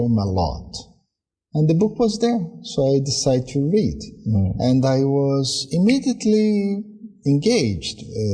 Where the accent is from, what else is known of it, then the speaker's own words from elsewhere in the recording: Brazil; I'm from middle class, and middle class in Brazil, at least at that time, we were quite open, especially in a city like São Pa